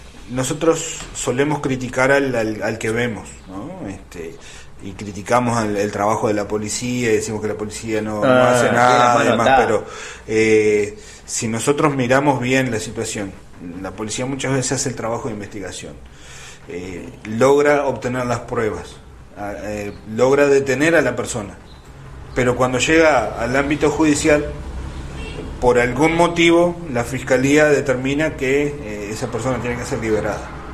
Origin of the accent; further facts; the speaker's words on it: Salto, Uruguay; yo soy salteño.